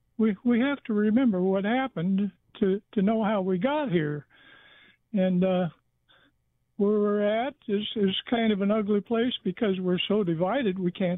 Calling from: Yucca, Arizona, United States; in Yucca.

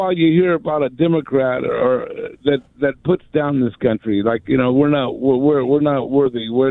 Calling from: Laguna Beach, California, United States; Yeah, this is Laguna Beach, dude.

